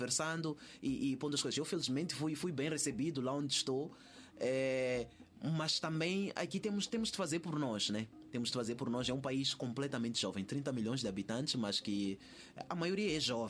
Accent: Maputo, Maputo City, Mozambique; now in Portugal; Eu nasci em Maputo, cresci entre os bairros Ndavela, Zona Verde, T3. Ali é a minha malta, é o meu chão. E pronto, e dali voei

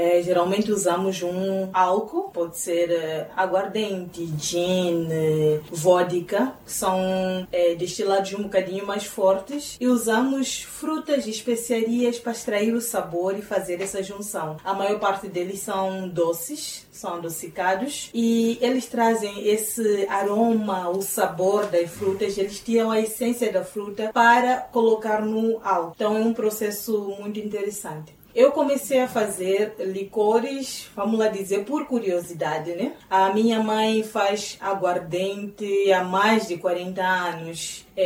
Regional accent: Songo, Tete, Mozambique; nasceu na Vila de Songo, em Caurabaça. Eu passei toda a minha infância no Songo e adolescência. Eu vim para estudar, fiz a universidade aqui e acabei arranjando um trabalho aqui e moro aqui já desde 2010, permanentemente.

